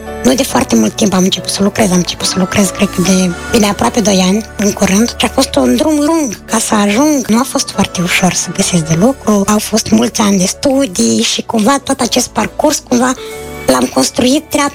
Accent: Moldova; moved away

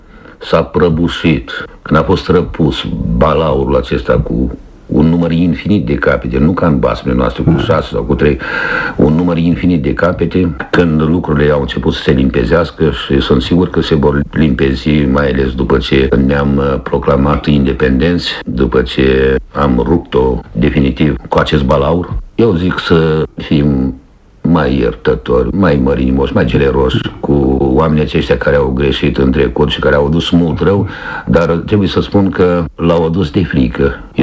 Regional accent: Moldova; aici, în Moldova noastră

